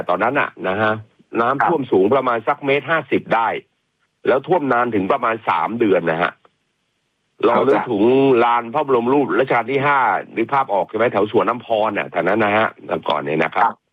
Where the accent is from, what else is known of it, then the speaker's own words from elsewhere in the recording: Samut Sakhon, Thailand; born there; now in Bangkok, Thailand; ผมย้ายจากสมุทรสาครนะที่บ้านแถวที่บ้านเกิดผมเนี่ยเข้ามาอยู่กรุงเทพเนี่ยปี2517